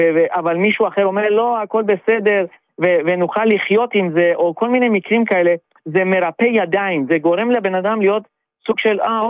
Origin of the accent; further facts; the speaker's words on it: Tehran, Tehran Province, Iran; moved away; אני אפילו כילד במרכז טהרן